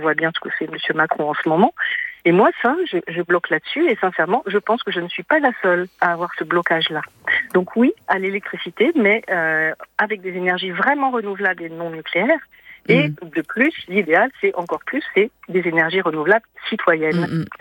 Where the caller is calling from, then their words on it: Brittany, France; Moi, je vous appelle de Bretagne.